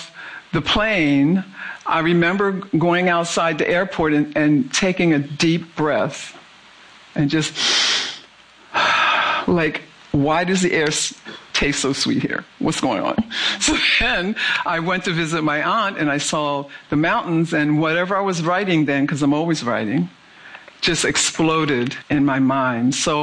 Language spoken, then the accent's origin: English; Philadelphia, Pennsylvania, United States; born or raised there